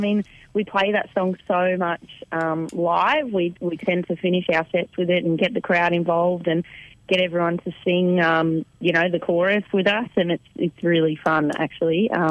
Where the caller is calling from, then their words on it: Queensland, Australia; We are in the beautiful scenic rim, about an hour southwest of Brisbane